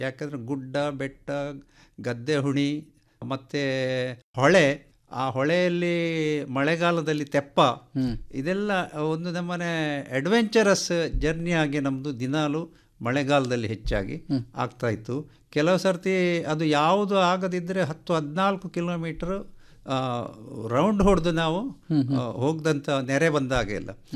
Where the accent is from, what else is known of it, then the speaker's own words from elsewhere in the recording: Kodiyala, Karnataka, India; moved away; also born or lived in Goa; ನಮ್ಮ ಊರು ಸುಳ್ಯ ತಾಲೂಕಿನ ಕೊಡಿಯಾಲ ಗ್ರಾಮ ಅಂತ. ನಮ್ಮ ಮನೆ ರಿಸರ್ವ್ ಫಾರೆಸ್ಟಿನ ತಳದಲ್ಲೇ ಇರೋದು.